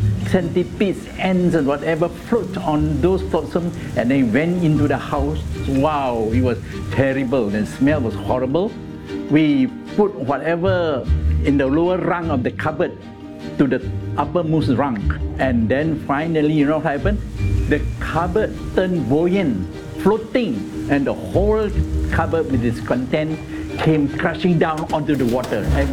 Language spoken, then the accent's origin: English; Bedok, Singapore; born there; I was born in 1946 in Bedok, called Tanah Merah Kecil. Tanah Merah Kecil at that time was hilly Malay kampung.